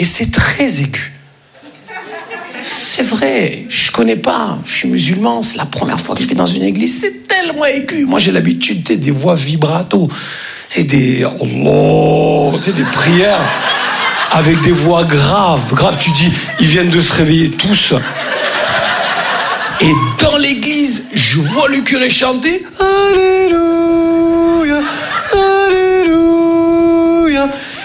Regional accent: Grand Est, France; Comme on dit chez nous, en Lorraine.

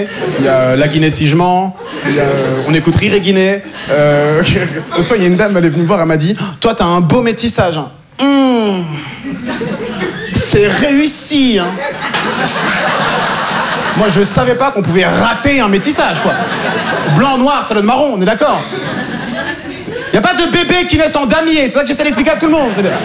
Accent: Normandy, France; born there

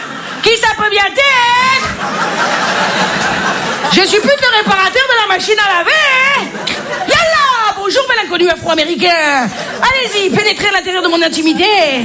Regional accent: Marseille, Provence-Alpes-Côte d'Azur, France; accent: Marseille; Je m'y connais en accent, je suis marseillaise.

